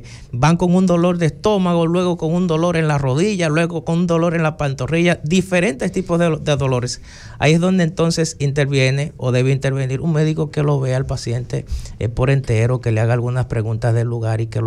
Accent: Dominican Republic; Yo soy egresado de la Universidad Central del Este. Soy de aquí.

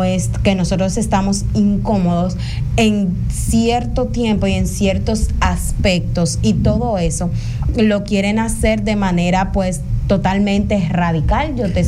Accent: Dominican Republic; now in Santo Domingo, Dominican Republic; como dominicanos y dominicanas

